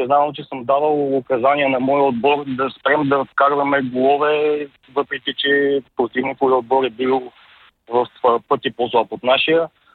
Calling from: Pazardzhik, Pazardzhik Province, Bulgaria; съм от Пазарджик.

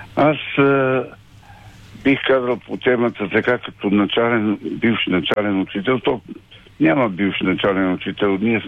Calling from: Teteven, Lovech Province, Bulgaria; от Тетрен.

